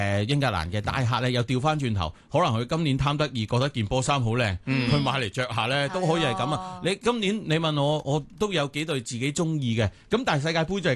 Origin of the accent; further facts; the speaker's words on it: Hong Kong; 我哋作为香港人